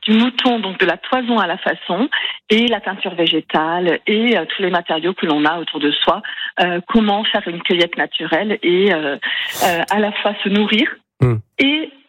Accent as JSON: {"language": "French", "country": "Ecuador", "tie": "born or raised there", "moved": "yes", "said": "Et puis j'ai vécu mon enfance en Amérique du Sud, en Équateur, le pays de la Pachamama, dans une grande ferme avec moutons, alpagas."}